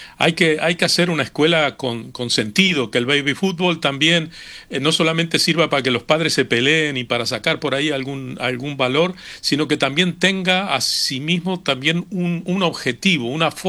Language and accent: Spanish; Uruguay